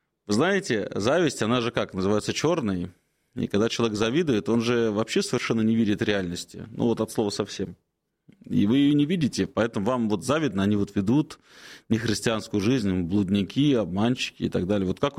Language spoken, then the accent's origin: Russian; Moscow, Russia; Мы вообще москвичи, всех любим, россиян.